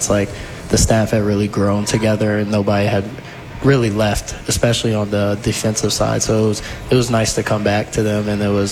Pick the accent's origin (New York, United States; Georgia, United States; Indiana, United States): Indiana, United States; Indianapolis; also born or lived in Ohio; Yeah, so I grew up in Indianapolis and Ohio my whole life.